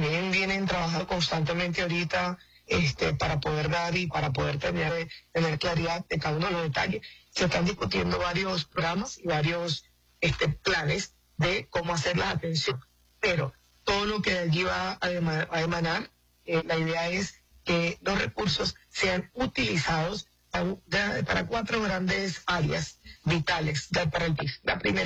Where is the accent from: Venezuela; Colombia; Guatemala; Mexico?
Venezuela; Zulia; yo particularmente que soy del estado de Zulia, vivo constantemente los razonamientos